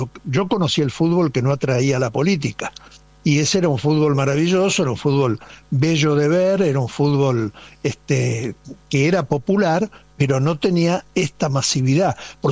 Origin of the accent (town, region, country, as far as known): Argentina